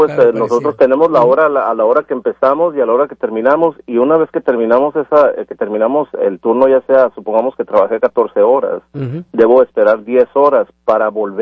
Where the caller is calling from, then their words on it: Vancouver, Washington, United States; Pues yo vivo en Vancouver, Washington, pero pues trabajo en Portland, tengo mis amigos en Portland